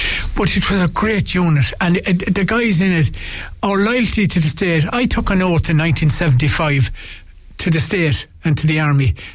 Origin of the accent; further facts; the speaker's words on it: Ireland; We are, because that's the way we were taught as Irish soldiers.